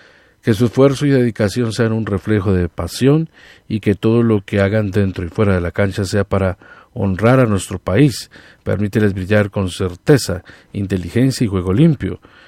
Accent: Colombia

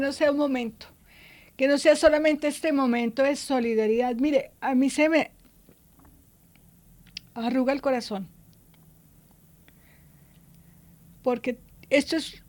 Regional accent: Colombia; Forma parte de ser colombianos.

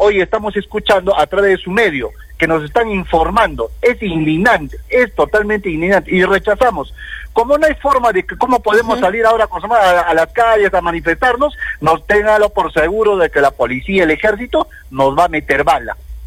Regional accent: Peru; Bueno, es importante, ¿no?, de que nosotros como peruanos aportamos nuestros impuestos

